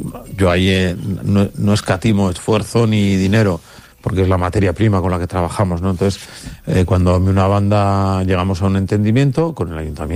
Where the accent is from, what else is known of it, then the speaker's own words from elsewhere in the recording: Pamplona, Navarre, Spain; en mi tierra, en Pamplona